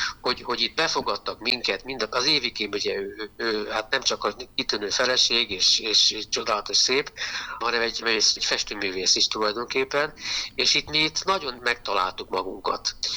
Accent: Budapest, Hungary; born there; also born or lived in Pápa; mert én pápán születtem, és ott voltam minden évben egy olyan hónapot, másfél hónapot nyaralni Budapestről

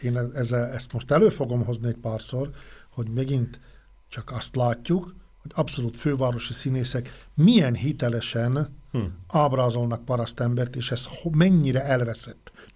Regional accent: Hungary; accent: Palóc; Kezdjük azon, hogy én most milyen nyelven beszélem ezt a néhány mondatot. Hogy én palócosan beszélek

